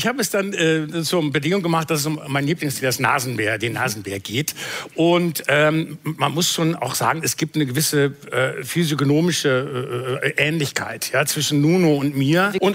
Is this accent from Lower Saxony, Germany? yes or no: no; Bielefeld, North Rhine-Westphalia, Germany; ein Klassenkamerad von mir, der in Bielefeld in meiner Heimatstadt Bielefeld, einen kleinen nachhaltigen, oft und sehr viel prämierten Verlag hat